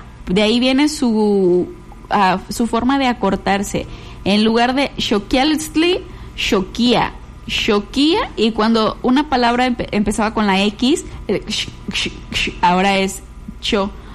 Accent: Mexico; Acá nosotros somos mexicanos

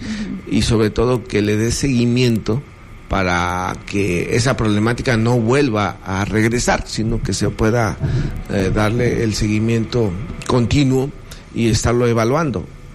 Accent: Paracho, Michoacán, Mexico; Yo soy originario de Paracho.

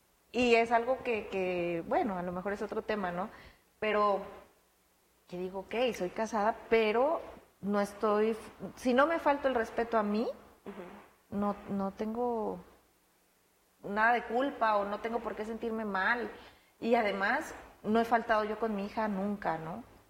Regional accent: Mexico; Y yo decía, ¡oh! Como toda mexicana, a lo mejor, y la idiosincrasia de acá

